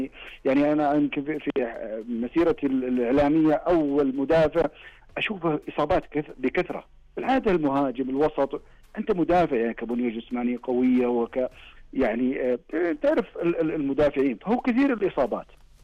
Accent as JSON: {"language": "Arabic", "country": "Saudi Arabia", "said": "خاصة عندنا في السعودية"}